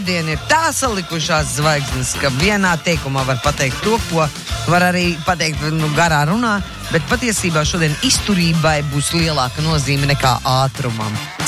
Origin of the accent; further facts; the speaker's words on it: Jaunpils, Tukums Municipality, Latvia; es uzaugu Jaunpilī, kur bija viens ēzelīts.